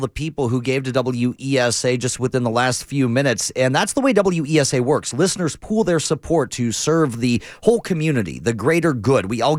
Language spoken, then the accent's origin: English; Youngstown, Ohio, United States; moved away; in my hometown of Youngstown, Ohio